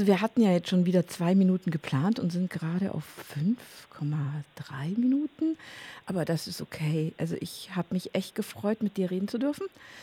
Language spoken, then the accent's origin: German; Bavaria, Germany; moved away; ich komme eigentlich aus Bayern.